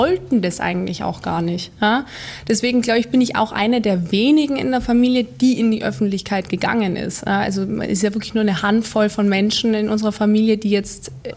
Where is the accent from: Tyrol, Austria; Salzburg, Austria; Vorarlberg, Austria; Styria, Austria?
Tyrol, Austria; Innsbruck; Wir sind in Innsbruck aufgewachsen, in Lanz oben, in einem echt super schönen Haus